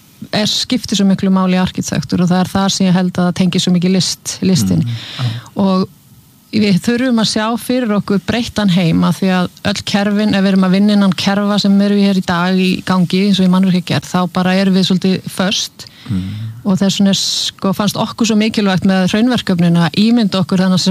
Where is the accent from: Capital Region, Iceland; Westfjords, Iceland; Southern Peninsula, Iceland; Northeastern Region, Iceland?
Northeastern Region, Iceland; Húsavík; Ég er frá Húsavík Fóreldra mín er frá Akureyri og Húsavík